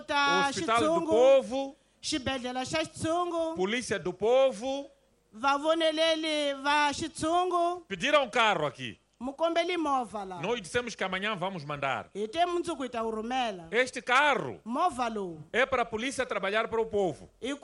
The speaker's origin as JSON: {"language": "Portuguese", "country": "Mozambique", "said": "Mas se nós, como moçambicanos, não ficarmos atentos, não ficarmos vigilantes, vão aparecer pessoas aqui em Mabalane"}